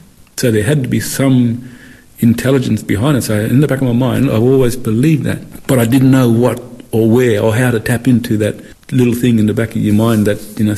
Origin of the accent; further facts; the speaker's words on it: Western Australia, Australia; I grew up in Western Australia. My mum is Aboriginal, and my dad is German. But I was raised with my mum.